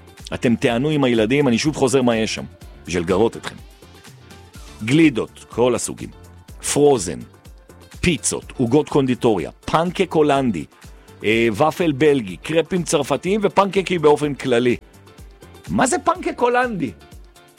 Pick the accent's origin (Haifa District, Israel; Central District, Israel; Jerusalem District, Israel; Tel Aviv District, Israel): Jerusalem District, Israel; Jerusalem; אני גם ירושלמי.